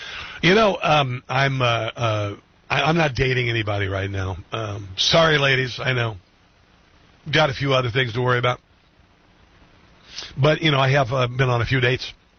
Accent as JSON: {"language": "English", "region": "Iowa", "country": "United States", "said": "especially in your upper Midwest where I'm from Iowa."}